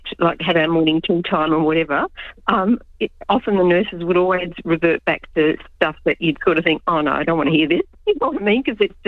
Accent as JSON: {"language": "English", "town": "Adelaide", "region": "South Australia", "country": "Australia", "said": "I'm originally from Adelaide too."}